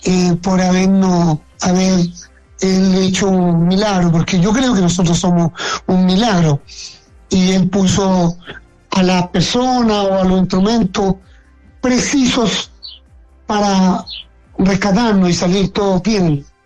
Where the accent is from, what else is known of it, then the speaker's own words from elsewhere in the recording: Chile; pasaban muchas cosas por la cabeza de nosotros como mineros chilenos